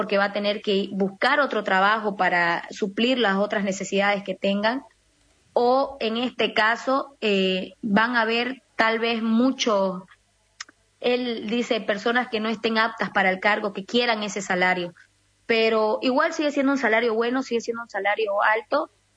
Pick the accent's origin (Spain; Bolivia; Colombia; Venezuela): Bolivia; Warnes, Santa Cruz; nosotros aquí en Santa Cruz, yo soy de Warnes, una ciudad que es al norte de Santa Cruz, somos productores.